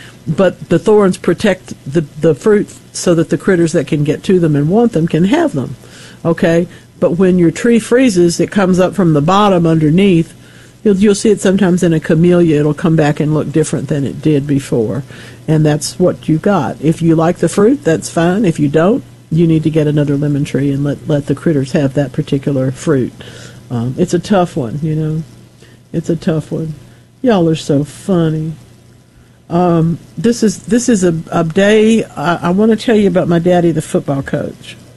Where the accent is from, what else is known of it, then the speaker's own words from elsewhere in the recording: United States; He was the president of the school board in my hometown. Remember, we're sitting in front of the Ouachita River today. That's where he brought me up.